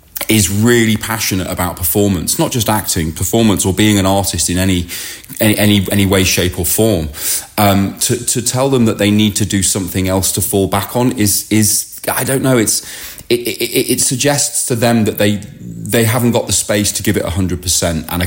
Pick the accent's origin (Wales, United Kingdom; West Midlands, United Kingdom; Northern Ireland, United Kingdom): West Midlands, United Kingdom; Sutton Coldfield; born there; I was born in Sutton Coalfield in the Midlands.